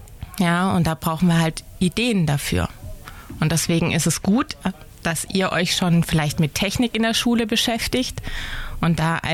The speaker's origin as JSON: {"language": "German", "town": "Untertürkheim", "region": "Baden-Württemberg", "country": "Germany", "lives_now": "Stuttgart, Germany", "said": "ich bin 46 Jahre alt, ich komme aus Untertürkheim und ich leite ein Digital Hub hier in der Region Stuttgart."}